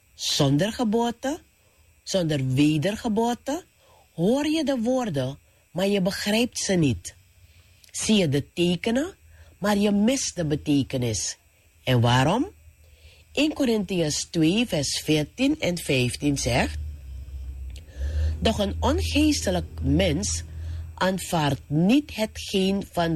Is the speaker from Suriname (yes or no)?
yes; Suriname; Ik werd geboren als Nederlander, omdat ik toen burger was van het Koninkrijk der Nederlanden. Maar na de onafhankelijkheid werd ik Surinamer. Ik ben nu een burger van de Republiek Suriname.